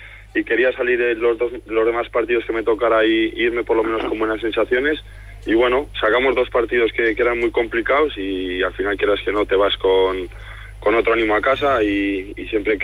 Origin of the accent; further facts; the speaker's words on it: La Rioja, Spain; Soy un riojano bastante falso.